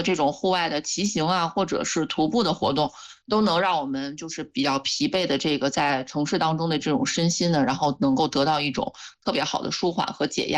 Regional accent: Shijiazhuang, Hebei, China; 我们石家庄人的城市后花园。

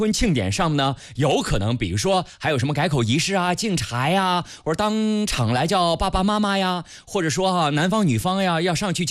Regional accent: Dingzhou, Hebei, China; 我的老家是定州。

